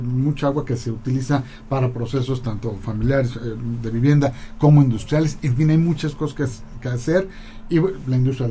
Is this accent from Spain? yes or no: no; Mexico